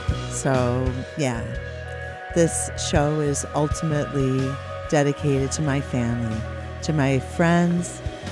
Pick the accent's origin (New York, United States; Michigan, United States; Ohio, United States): Michigan, United States; Because I'm from Michigan.